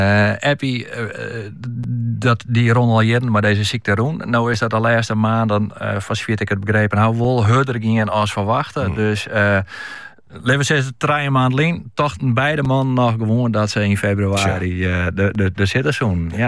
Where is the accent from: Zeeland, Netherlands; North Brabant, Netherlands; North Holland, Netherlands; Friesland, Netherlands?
Friesland, Netherlands; Kollum; Ik ben zelf opgegroeid in Kolm, dus ik ken dat gebied.